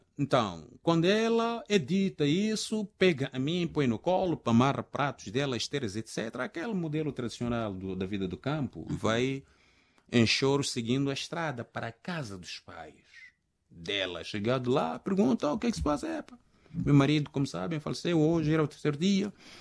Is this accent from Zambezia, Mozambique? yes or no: yes; Zambezia, Mozambique; Mas ela tinha se casado numa outra região, numa outra margem do rio, chamado Gurai, onde eu nasci.